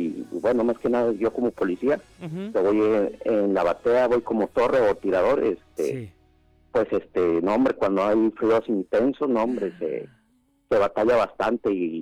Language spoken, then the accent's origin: Spanish; Tonanitla, State of Mexico, Mexico; born there; now in Nuevo León, Mexico; No, yo nací en el Estado de México.